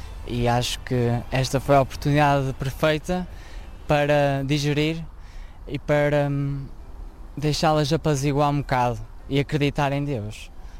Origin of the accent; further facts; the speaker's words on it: Braga, Portugal; sou da Arquidiocese de Braga, sou do grupo de jovens de Bagunte